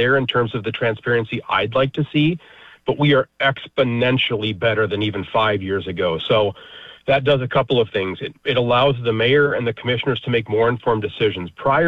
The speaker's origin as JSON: {"language": "English", "town": "Fargo", "region": "North Dakota", "country": "United States", "tie": "born or raised there", "said": "I'm from Fargo."}